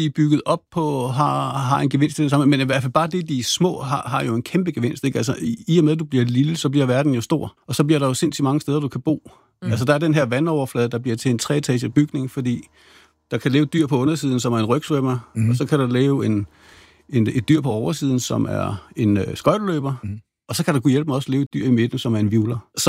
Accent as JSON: {"language": "Danish", "town": "Rødvig", "region": "Zealand", "country": "Denmark", "tie": "born or raised there", "said": "jeg voksede op nede i Rødevig, hvor jeg lå og sejlede rundt i min optimistjolle og på min windsurfer"}